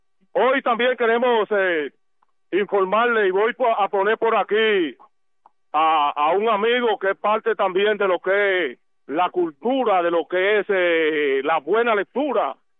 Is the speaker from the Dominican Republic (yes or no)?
yes; Dominican Republic; now in Boston, United States; somos el único dominicano con programa propio en esta estación de radio